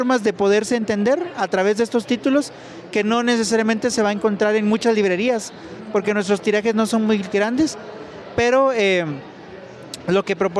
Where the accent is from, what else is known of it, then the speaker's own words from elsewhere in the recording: Quetzaltenango, Guatemala; yo soy de Xela